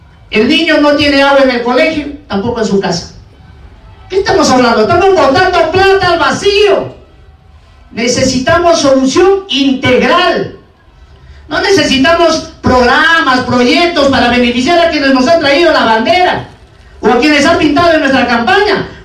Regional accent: Pasco, Peru; Yo vengo de Cochacharao.

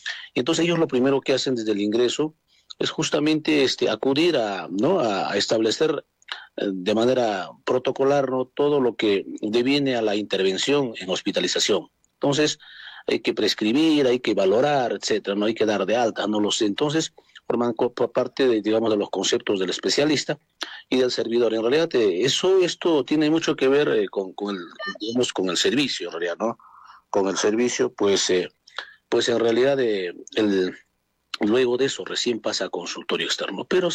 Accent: Coracora, Ayacucho, Peru; nosotros no solamente somos empleados, somos hijos de Coracora, muchos de nosotros, seguramente hasta un 50% somos hijos coracoreños, tenemos familia, estamos plenamente identificados

